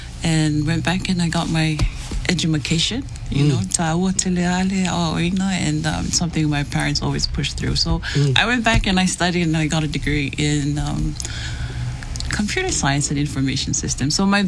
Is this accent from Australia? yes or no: no; Samoa; also born or lived in Philippines; I grew up in Samoa, and my parents are actually Faifeaus. And so also spent a bit of time you know, he was studying at the seminary in the Philippines. So yes. I also grew a little bit up there in the Philippines.